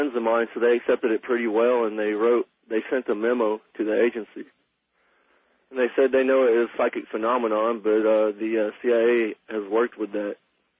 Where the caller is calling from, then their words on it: Big Island, Hawaii, United States; on the Big Island.